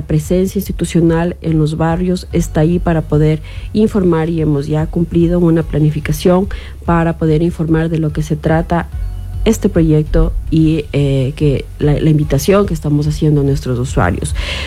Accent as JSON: {"language": "Spanish", "country": "Ecuador", "said": "nos ha complicado a nosotros como ecuatorianos"}